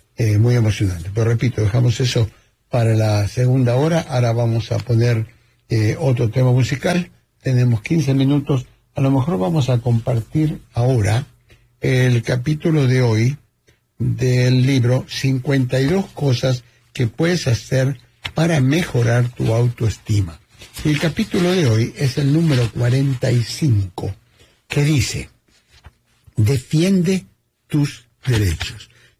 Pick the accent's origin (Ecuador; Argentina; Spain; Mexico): Argentina; Saben que como argentino me gusta mucho comer carne